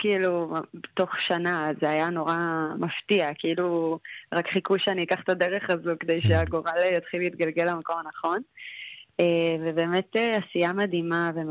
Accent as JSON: {"language": "Hebrew", "town": "Netivot", "region": "Southern District", "country": "Israel", "moved": "yes", "lives_now": "Tel Aviv, Israel"}